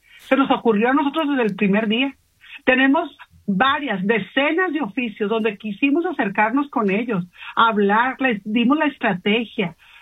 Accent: Sinaloa, Mexico; así somos los sinaloenses

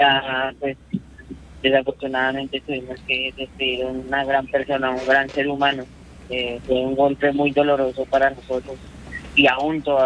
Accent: Bogotá, Colombia; Yo soy de Bogotá, nosotros realmente vivimos en Bogotá.

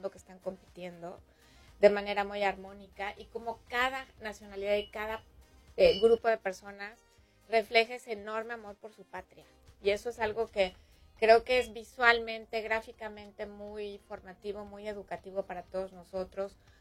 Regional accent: Mexico; now in Oklahoma, United States; somos los mexicanos

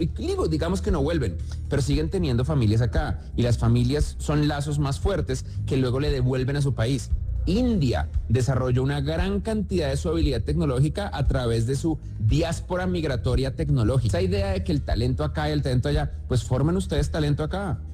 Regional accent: Colombia; moved away as an adult; now in San Francisco, United States; Y pues uno sigue siendo más colombiano que gringo.

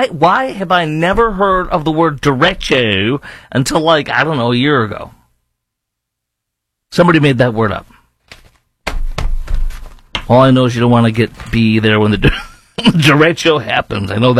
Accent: Chicago, Illinois, United States; I was filling in Chicago, my hometown, Friday morning

